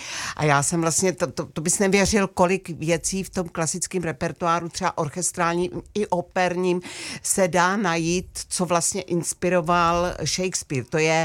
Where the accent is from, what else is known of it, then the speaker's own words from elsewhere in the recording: Chrudim, Pardubice Region, Czechia; já jsem rodačka z Chrudimě